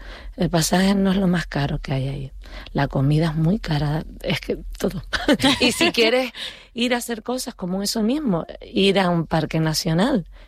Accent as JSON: {"language": "Spanish", "region": "Canary Islands", "country": "Spain", "also_born_or_lived": "Hawaii", "moved": "yes", "said": "yo soy canaria y hawaiana. No soy una sin la otra."}